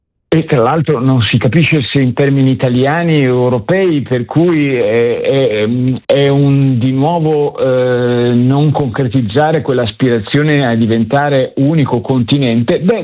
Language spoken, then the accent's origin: Italian; Liguria, Italy